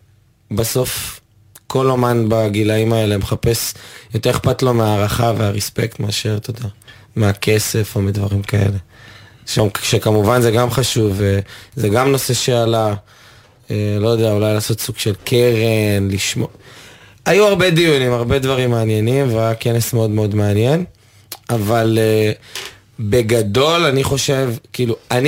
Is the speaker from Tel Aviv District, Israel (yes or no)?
yes; Bat Yam, Tel Aviv District, Israel